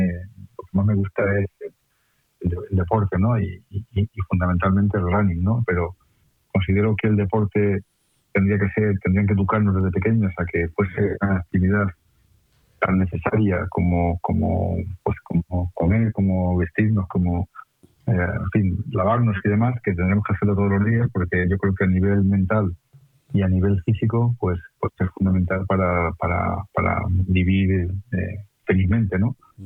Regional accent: Almedina, Castilla-La Mancha, Spain; now in Madrid, Spain; Yo soy de, ya he dicho antes, de un pueblo muy pequeñito, de origen humilde. Mis padres eran mis abuelos agricultores. Y a mí me gusta, mi pueblo tiene ahora menos de 500 habitantes, además que pertenece desgraciadamente a la España vaciada

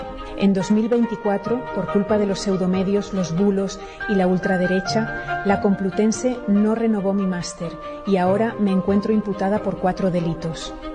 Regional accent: Bilbao, Basque Country, Spain; born there; Nací en Bilbao el 29 de enero de 1975.

